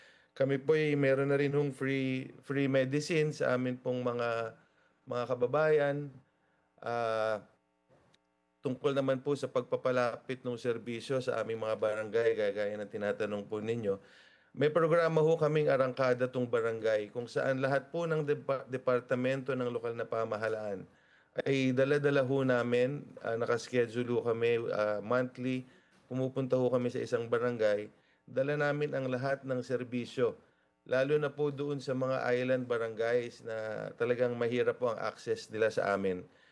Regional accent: Busuanga, Mimaropa, Philippines

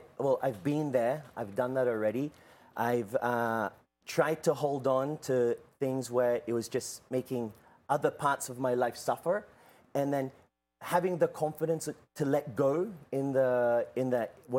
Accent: Australia; I'm half Czech, half Filipino. Both born and raised in Australia.

